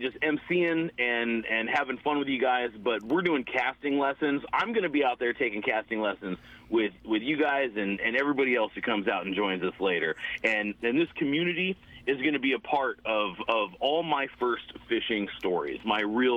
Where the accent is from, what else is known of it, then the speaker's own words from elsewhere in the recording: Las Vegas, Nevada, United States; born there; moved away as an adult; also born or lived in California; now in East Tennessee, United States; I say Cali made me and Vegas raised me.